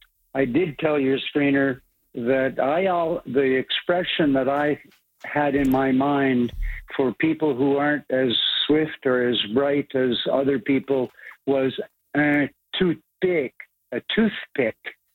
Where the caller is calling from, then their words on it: New Richmond, Quebec, Canada; in New Richmond in the Gaspé.